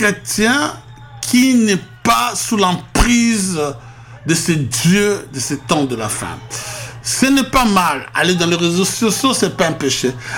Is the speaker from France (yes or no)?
no; DR Congo; born there; moved away; Moi, je l'ai vécu dans mon pays d'origine avec le maréchal dictateur Mobutu